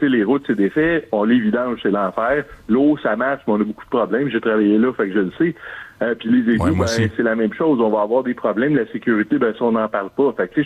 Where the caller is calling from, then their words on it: Montreal, Quebec, Canada; moi, j'habite Montréal.